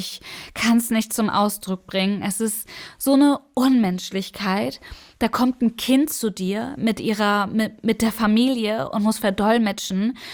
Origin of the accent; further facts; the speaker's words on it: Afghanistan; now in Germany; Ich bin in Afghanistan geboren, 2004. Ich bin in einer Arbeiterfamilie aufgewachsen